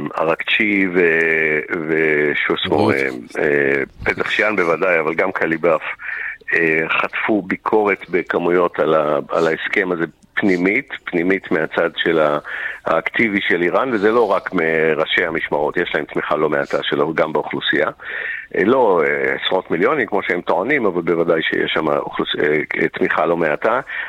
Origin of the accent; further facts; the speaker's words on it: Jerusalem, Jerusalem District, Israel; accent: Katamonim and American; also born or lived in United States; אני, יש לי מבטא גם של הקטמונים וגם של אמריקה.